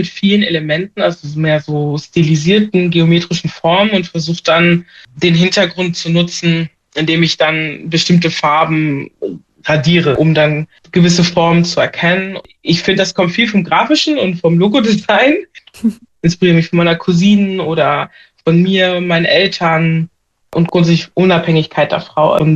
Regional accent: Bonn, North Rhine-Westphalia, Germany; bin gebürtige Bonnerin oder Bad Godesberg, sage ich immer gerne dazu. und bin 32 Jahre alt und bin Künstlerin aus Bonn.

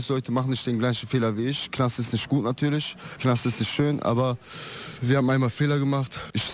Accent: Übach-Palenberg, North Rhine-Westphalia, Germany; Ich befinde mich seit dem 11. Oktober im Untersuchungshaft in Aachen. Ich komme aus Überpalenberg.

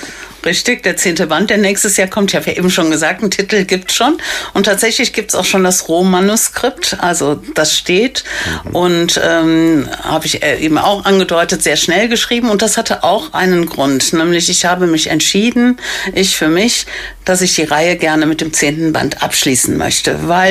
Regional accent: Rhineland-Palatinate, Germany; Und es ist auch wieder in Planung, in Erpel-Unkel, also meiner Heimat, zu lesen.

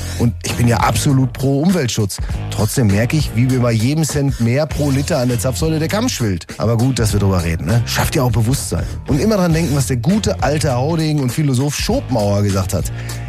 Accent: North Rhine-Westphalia, Germany; Aber Freunde, ich komme aus dem Ruhrpott. Wenn du da bei schönem Wetter am Kleingartenverein vorbeigehst, ne, dann denkst du, die haben die Zechen wieder aufgemacht.

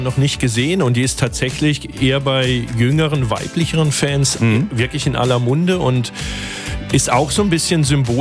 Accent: Freiburg, Baden-Württemberg, Germany; moved away as an adult; now in Cologne, Germany; Tatsächlich bin ich in Freiburg geboren.

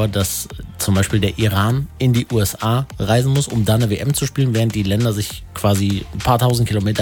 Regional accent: Germany; Sind wir als Deutsche zu sehr Moralapostel manchmal?

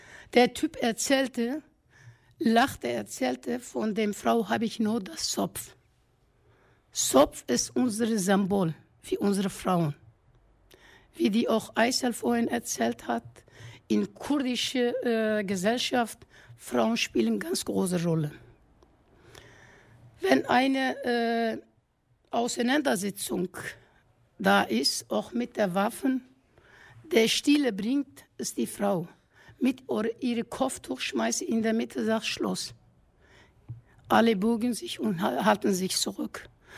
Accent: Suruç, Şanlıurfa, Turkey; now in Germany; aus dem Ort, wo ich herkomme, Suruç. Suruç ist an der Grenze von Kobani, wo wir heute auch Rojava. Direkt da sind die 3, sagen wir, 5-6 Kilometer entfernt.

